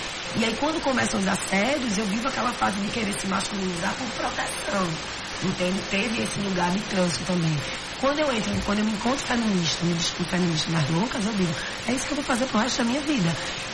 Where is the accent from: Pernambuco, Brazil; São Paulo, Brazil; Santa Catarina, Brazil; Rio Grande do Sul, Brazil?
Pernambuco, Brazil; Olinda; eu sou de Olinda, né? Minha família paterna é de Olinda.